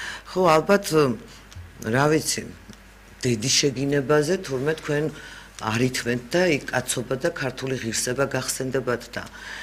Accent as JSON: {"language": "Georgian", "town": "Samtredia", "region": "Imereti", "country": "Georgia", "tie": "born or raised there"}